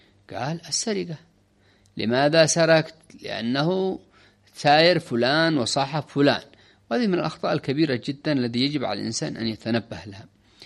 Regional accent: Yemen; عندنا في اليمن

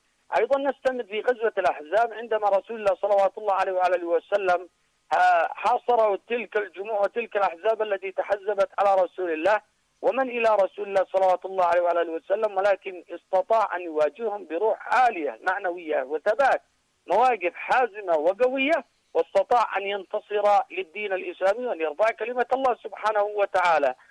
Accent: Yemen; ونحن كشعب يمني

